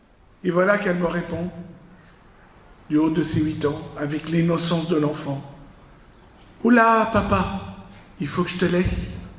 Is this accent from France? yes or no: no; Lebanon; born or raised there